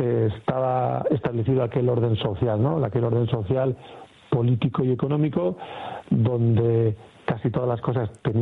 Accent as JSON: {"language": "Spanish", "town": "Leioa", "region": "Basque Country", "country": "Spain", "said": "como soy de Leioa"}